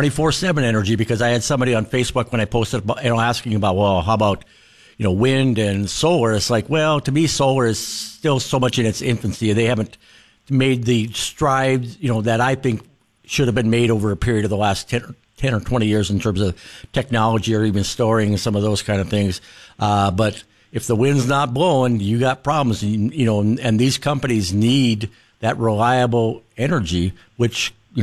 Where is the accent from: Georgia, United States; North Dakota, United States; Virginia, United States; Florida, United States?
North Dakota, United States; Forbes; I grew up in Forbes, North Dakota, where they have a, you know, big wind farm there in the Coteau Hills.